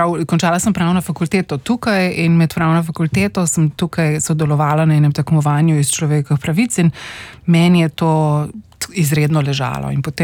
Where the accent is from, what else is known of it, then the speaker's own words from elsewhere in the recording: Postojna, Primorska, Slovenia; Jaz sem odraščala v Postojni, se pravi pri, oziroma bom rekla splošno na Primorskem, moj